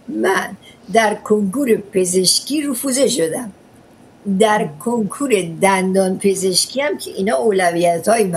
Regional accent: Ahvaz, Khuzestan, Iran; ولی در اهواز دنیا اومدم، دیپلمم هم در اهواز گرفتم. در اهواز اون زمان شهر عقب افتاده بود ولی بعدن خب تغییرات بزرگی کرد.

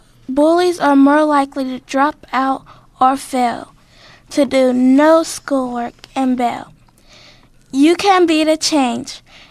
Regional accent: Pittsburgh, Pennsylvania, United States; now in Wilkinsburg, United States; I'm from the South Side, but currently I live in Wilkinsburg.

